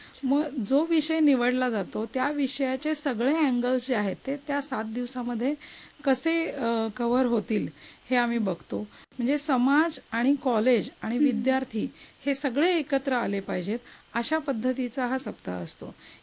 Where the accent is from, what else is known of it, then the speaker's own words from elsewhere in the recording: Ichalkaranji, Maharashtra, India; moved away; मी मूळची आहे इचलकरंजीची म्हणजे कोल्हापूरची आहे, पण इथं आल्याच्या नंतर इथला जो माणूस आहे तो इथलाच कायमचा होऊन जातो असं वाटतं मला की माझा जन्म देखील इथंच झालेला आहे.